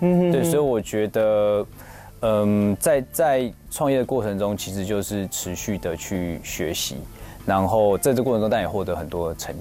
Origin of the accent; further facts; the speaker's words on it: Taiwan; 我觉得在台湾长大